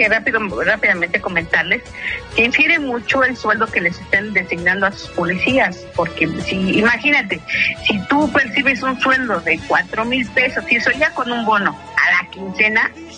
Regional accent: Mexico; Pero bueno, como buen mexicano, ya ves que la mayoría por evadir que por las prisas

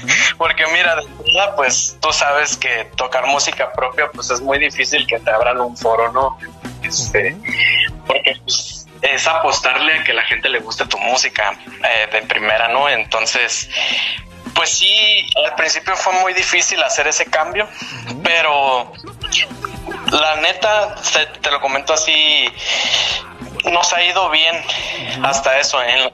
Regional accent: La Paz, Baja California Sur, Mexico; somos de La Paz, acá Baja California Sur, para los que no lo saben, y pues no, hombre, estamos muchos kilómetros

